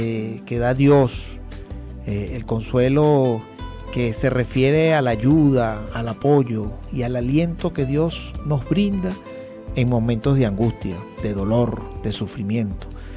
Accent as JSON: {"language": "Spanish", "country": "Venezuela", "said": "como hermano venezolano nos unimos"}